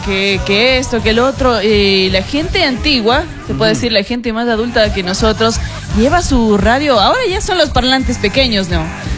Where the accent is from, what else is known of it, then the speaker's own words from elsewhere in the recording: Ecuador; como todo ecuatoriano, gente de ñeque, gente trabajadora